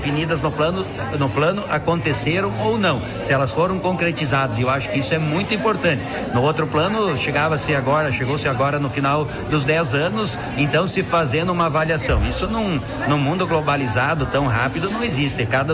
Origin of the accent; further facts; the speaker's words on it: Brazil; aqui nós somos brasileiros